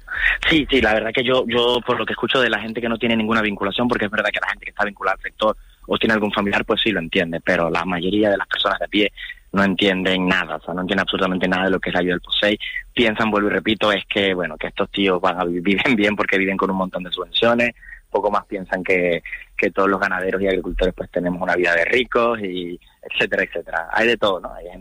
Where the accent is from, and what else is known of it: Canary Islands, Spain